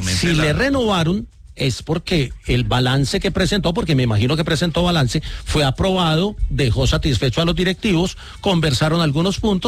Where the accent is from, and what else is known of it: Colombia